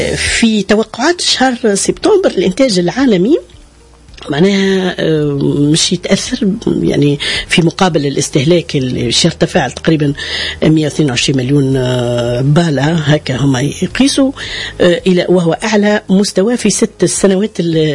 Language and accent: Arabic; Tunisia; احنا في تونس يعني مناش نزرعوا